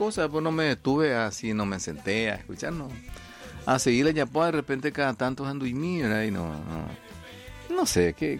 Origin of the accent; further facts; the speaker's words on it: Paraguay; Soy paraguayo y ¿qué?